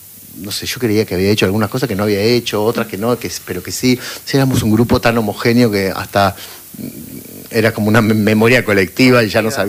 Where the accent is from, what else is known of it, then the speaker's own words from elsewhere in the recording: Gálvez, Santa Fe, Argentina; also born or lived in Junín; Sí, sí, básicamente, básicamente soy de Gálvez, sí.